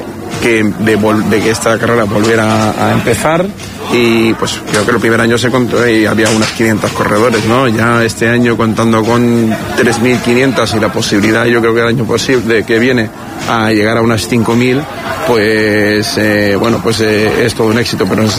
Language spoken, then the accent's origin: Spanish; Marbella, Andalusia, Spain; Somos de Marbella, estamos orgullosos de decir que somos empresarios marbellís, malagueños, andaluces, ¿no?